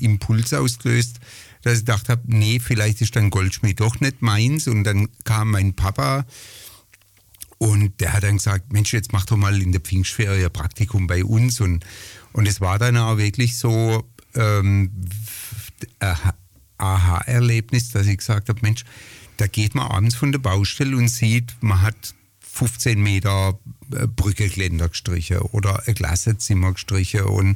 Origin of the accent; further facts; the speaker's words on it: Pforzheim, Baden-Württemberg, Germany; born there